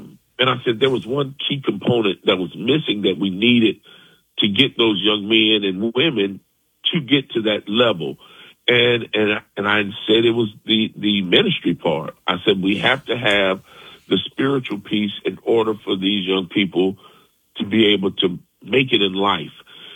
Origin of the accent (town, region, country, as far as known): Greensboro, North Carolina, United States; born or raised there